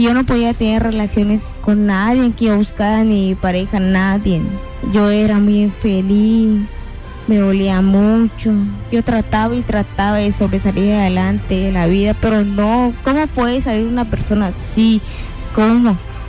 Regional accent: Chetumal, Quintana Roo, Mexico; Yo soy de Chetumal y trabajo en el mercado.

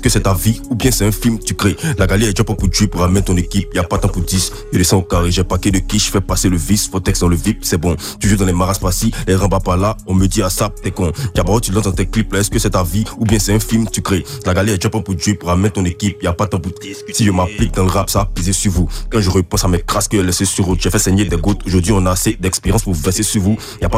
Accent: Abidjan, Côte d’Ivoire; born there; also born or lived in Bingerville / Bonoua / Bouaké; j'ai grandi à la Riviera Palmeraie.

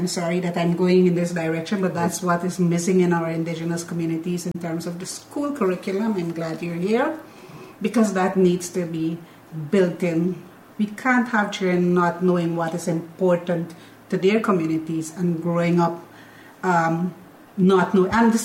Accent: Guyana

